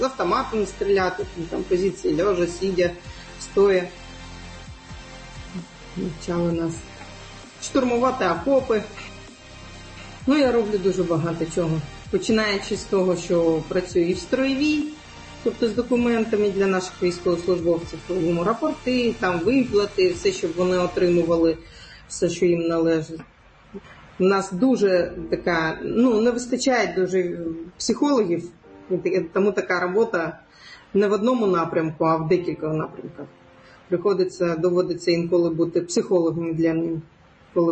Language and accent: Ukrainian; Crimea, Ukraine; Коли я спілкуюся зі своїми побратимами, і вони дізнаються, що я з Криму